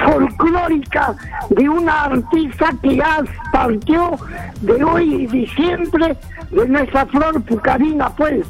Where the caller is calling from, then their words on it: Azángaro, Puno, Peru; Yo soy de Puno, pero parte quechua.